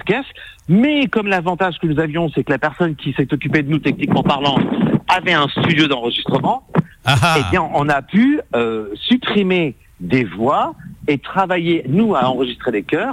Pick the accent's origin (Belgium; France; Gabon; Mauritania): France; Grenoble, Auvergne-Rhône-Alpes; now in Allier, France; moi, je suis grenoblois. Je suis arrivé dans l'Allier en 96.